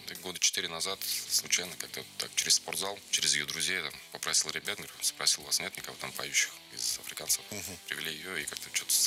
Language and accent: Russian; Ryazan, Ryazan Oblast, Russia; now in Moscow, Russia; Хотя я сам родом из Рязани, да, ну, живу уже лет 15 раз, живу, работаю здесь, в Москве.